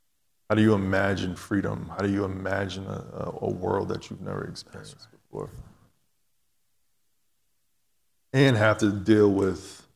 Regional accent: New York, United States; moved away as an adult; now in Cleveland, United States; I'm a New Yorker, so there's New York and the rest of the world.

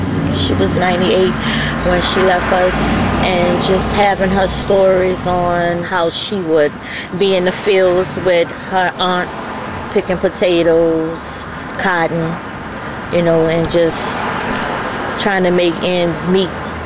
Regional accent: New Orleans, Louisiana, United States; Born and raised in the Ninth Ward, and I have four siblings that was also raised in the Ninth Ward.

